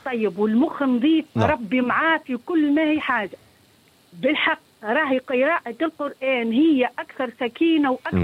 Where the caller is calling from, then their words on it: Sousse, Sousse Governorate, Tunisia; من سوسة نكلم فيك.